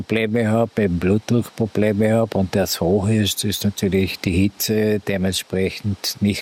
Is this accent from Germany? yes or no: no; Vorarlberg, Austria; moved away; Ich bin ja gebürtiger Schonzhauser vom Vorarlberg. Da wäre ich auch gerne wieder zurückgezogen